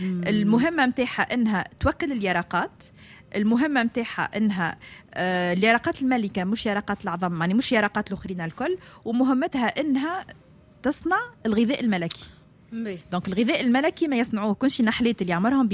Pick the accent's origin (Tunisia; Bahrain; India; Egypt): Tunisia; وتحيه للنساء العاملات عندنا في تونس الكل